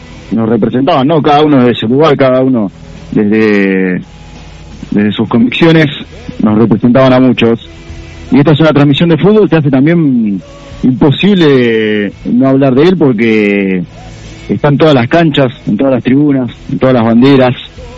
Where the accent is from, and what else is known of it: Argentina